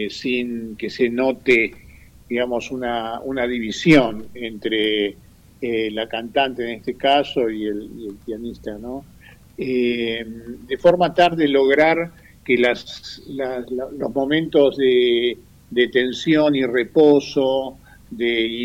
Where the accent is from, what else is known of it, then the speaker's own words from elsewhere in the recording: Buenos Aires, Argentina; moved away as an adult; now in General Roca, Argentina; como familia vinimos aquí en el año 94. Yo soy originalmente de Buenos Aires, de Capital